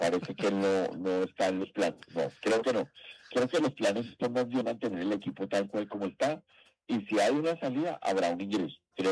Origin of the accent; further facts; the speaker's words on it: Colombia; seguiremos siendo colombianos, seguiremos siendo colombianos.